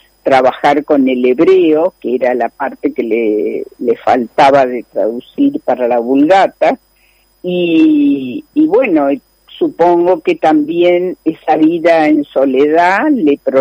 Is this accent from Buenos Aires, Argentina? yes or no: no; Santa Fe, Argentina; Vos sabés que los únicos que escribimos santafesino con C somos nosotros.